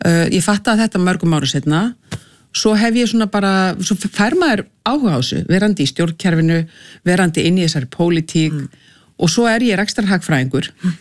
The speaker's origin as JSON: {"language": "Icelandic", "town": "Reykjavík", "region": "Capital Region", "country": "Iceland", "tie": "born or raised there", "said": "En ég er uppalinn í Reykjavík, skólagangan var hérna í Breiðholtinu, sko."}